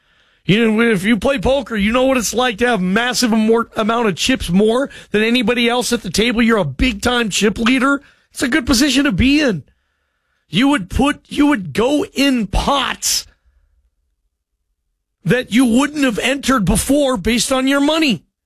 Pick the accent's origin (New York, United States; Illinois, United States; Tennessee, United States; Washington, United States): Washington, United States; Seattle; I'm from Seattle, guys.